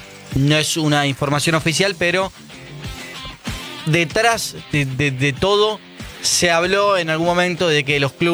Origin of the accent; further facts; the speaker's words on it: Argentina; Siempre soy argentino.